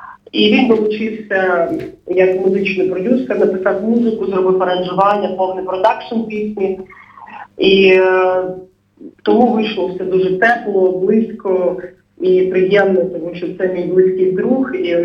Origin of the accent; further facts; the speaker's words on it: Nova Kakhovka, Kherson Oblast, Ukraine; moved away as an adult; now in Kyiv, Ukraine; я тут живу вже більше 20 років. Тому це мій другий дім. Я родом із Нової Каховки, це Херсонська область.